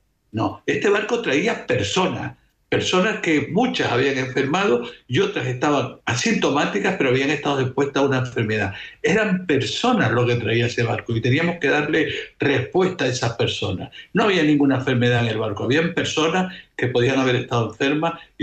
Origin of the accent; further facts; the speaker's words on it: Canary Islands, Spain; now in Las Palmas, Spain; Sí, soy de Tenerife, pero vivo en Las Palmas.